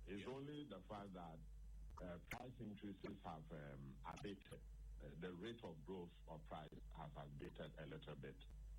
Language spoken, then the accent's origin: English; Ghana; I'm a Ghanaian worker.